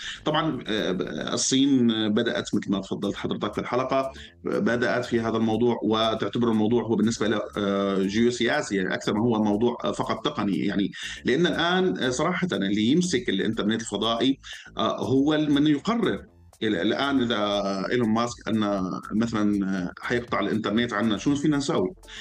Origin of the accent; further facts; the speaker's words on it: Syria; أنا كمواطن سوري